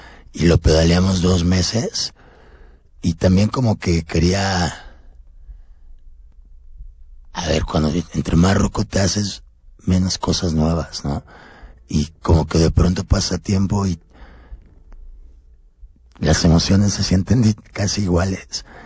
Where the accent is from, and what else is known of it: Mexico